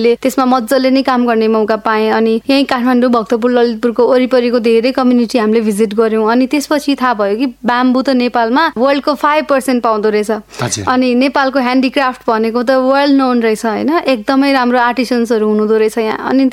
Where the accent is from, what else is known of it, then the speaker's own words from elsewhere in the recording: Dhangadhi, Sudurpashchim Province, Nepal; moved away; अब म हुर्केको जन्मेको हुर्केको क्लास 6 पढेको धनगढीमा कैलालीमा